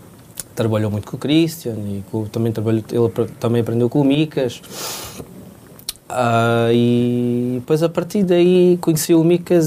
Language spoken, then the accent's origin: Portuguese; Beja, Alentejo, Portugal